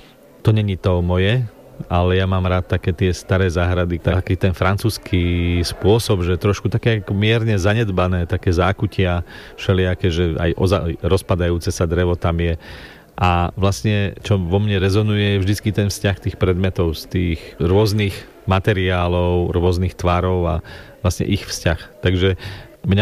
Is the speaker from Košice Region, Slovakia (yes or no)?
no; Černová, Žilina Region, Slovakia; also born or lived in Ružomberok; narodil som sa v Ružomberku, býval som v Černovej celé svoje detstvo vlastne na dedine